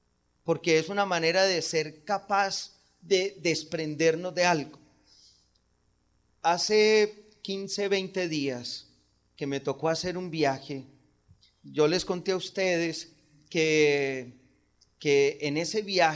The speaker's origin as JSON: {"language": "Spanish", "region": "Antioquia", "country": "Colombia", "said": "Como los antioqueños todos creemos que todavía vivimos al lado del río y gritamos"}